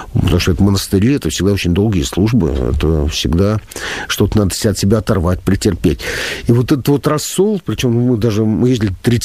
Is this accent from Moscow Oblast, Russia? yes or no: yes; Zhukovsky, Moscow Oblast, Russia; Я знаю, я сам из Подмосковья, я из Жуковского.